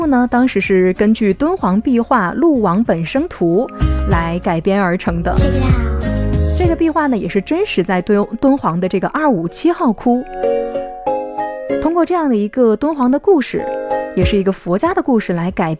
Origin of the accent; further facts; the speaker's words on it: China; 符合我们中国人对于神话的一个审美。